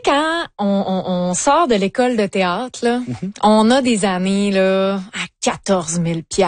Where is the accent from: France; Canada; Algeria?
Canada; Lévis, Quebec; Ben, moi, je viens de Lévis.